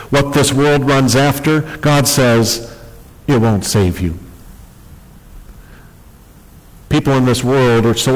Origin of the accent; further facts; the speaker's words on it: United States